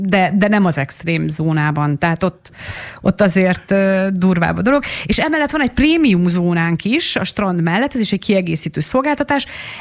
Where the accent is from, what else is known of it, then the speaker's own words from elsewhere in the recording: Hajdúszoboszló, Hajdú-Bihar, Hungary; A legtöbb szoboszlói mondjuk ezt mondja, én nagyon lokálpatrióta vagyok, tehát én a fürdőben nőttem föl, én a fiatal koromat a fürdőben töltöttem.